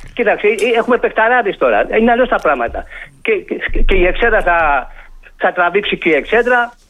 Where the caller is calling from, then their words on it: Kallithea, Attica, Greece; από Καλυθέα.